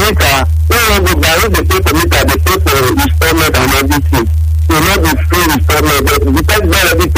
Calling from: Nigeria; I come from Nigeria.

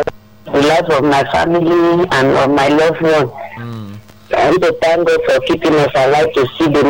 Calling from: Ogun, Nigeria; I'm calling from Ogun State … from Ogun State.

